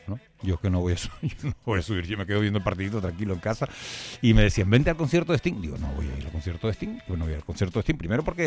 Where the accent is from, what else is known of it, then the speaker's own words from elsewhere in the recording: Canary Islands, Spain; tú y yo somos más canarios.